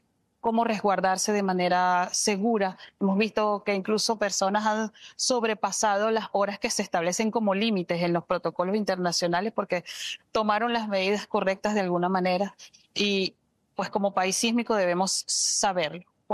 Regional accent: Venezuela

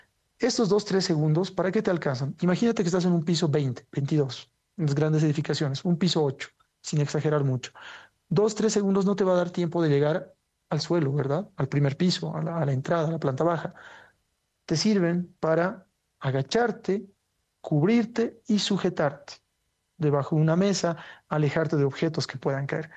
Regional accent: Bolivia; Eso lo vimos en mi país, Bolivia.

